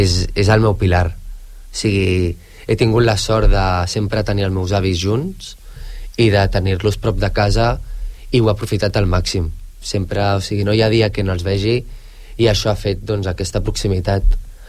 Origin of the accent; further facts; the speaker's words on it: Sant Boi de Llobregat, Catalonia, Spain; Sí, sí, jo Samboyà, vaig néixer a l'Hospital Antic, o sigui, més Samboyà que això no hi ha.